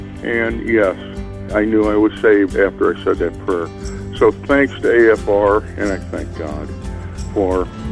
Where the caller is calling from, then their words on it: Fredericktown, Missouri, United States; I'm from Fredericktown, Missouri.